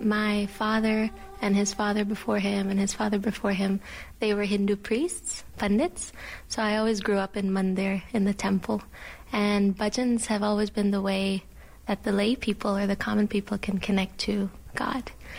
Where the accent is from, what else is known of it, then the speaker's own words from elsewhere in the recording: Guyana; Because we're from Guyana and the music there is a little more rural folk